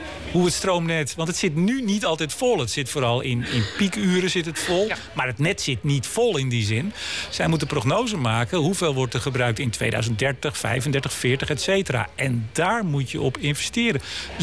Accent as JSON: {"language": "Dutch", "town": "Amsterdam", "region": "North Holland", "country": "Netherlands", "said": "ik kom uit Amsterdam"}